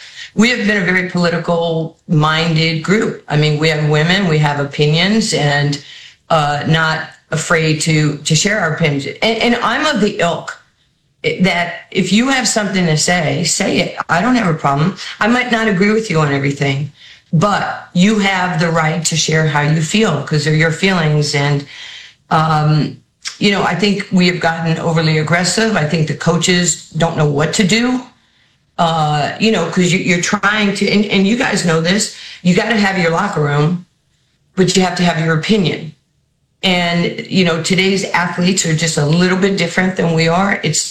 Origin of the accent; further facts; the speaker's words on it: New York, United States; I was a poor kid growing up in New York in the 60s and 70s.